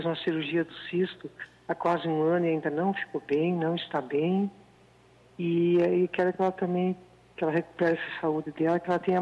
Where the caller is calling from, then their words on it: Curitiba, Paraná, Brazil; É, sou aqui de Curitiba